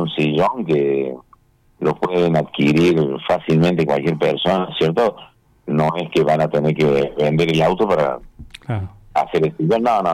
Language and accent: Spanish; Argentina